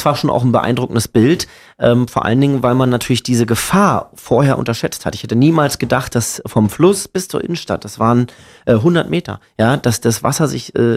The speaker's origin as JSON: {"language": "German", "region": "Brandenburg", "country": "Germany", "said": "Ich bin stolzer Brandenburger"}